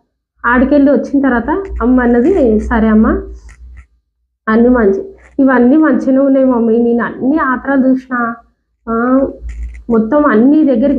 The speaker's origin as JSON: {"language": "Telugu", "region": "Karnataka", "country": "India", "said": "అంటే మాది కర్ణాటక అని చెప్పిన నేను."}